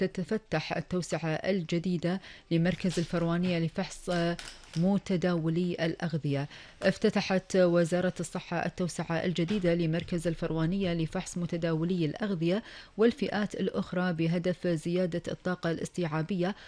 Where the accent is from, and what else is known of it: Kuwait